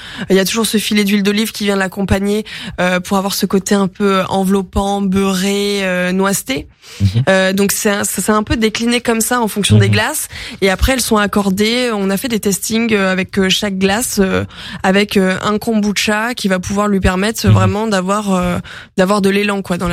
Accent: Provence-Alpes-Côte d'Azur, France; moved away; chez moi en Provence

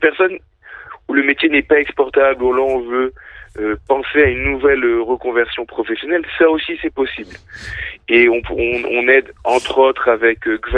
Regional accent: Marseille, Provence-Alpes-Côte d'Azur, France; now in Israel; moi j'ai grandi à Marseille

